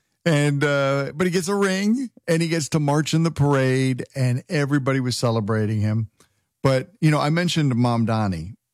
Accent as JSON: {"language": "English", "region": "Connecticut", "country": "United States", "tie": "born or raised there", "also_born_or_lived": "New York City, United States", "said": "I used to be much bigger when I lived growing up in Connecticut. Loved the Knicks and, you know, lived in New York City for a number of years."}